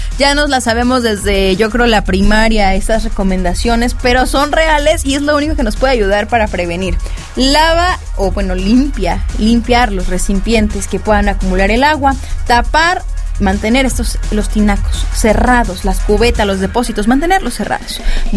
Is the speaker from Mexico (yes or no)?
yes; Mexico; Porque como buenos mexicanos siempre lo hacemos, sí.